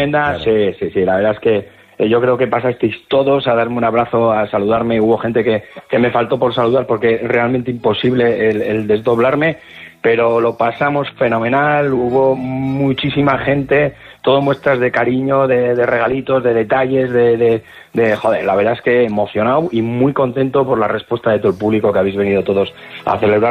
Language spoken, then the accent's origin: Spanish; Castile and León, Spain; Que venimos de tierras altas, venimos de Castilla, somos castellanos